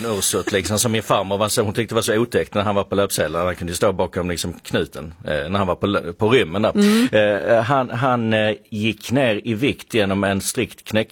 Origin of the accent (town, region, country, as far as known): Skåne, Sweden